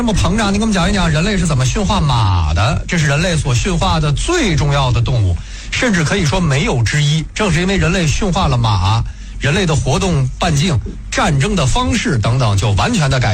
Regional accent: China; 所以这我觉得这真是主食被我们中国人做出花来了，真是。

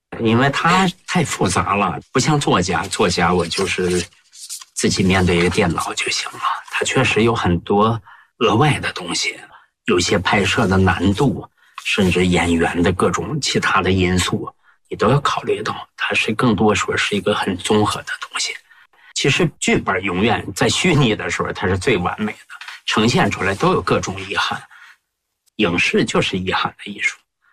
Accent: Heilongjiang, China; 就因为我本身是黑龙江人嘛，小时候文目睹，我对那块土地特别熟悉嘛

